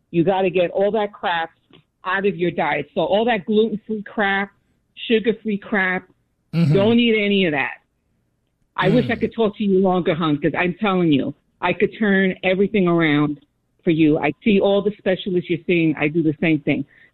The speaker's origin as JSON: {"language": "English", "town": "New York City", "region": "New York", "country": "United States", "said": "I'm from Washington Heights in the Bronx."}